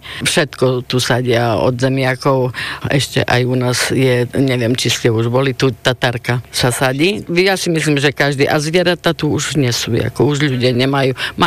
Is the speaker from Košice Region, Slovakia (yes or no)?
no; Snina, Prešov Region, Slovakia; moved away as an adult; now in Kolonica, Slovakia; My sme tu prišli bývať pred 25 rokmi, lebo my nie sme z Kolonice.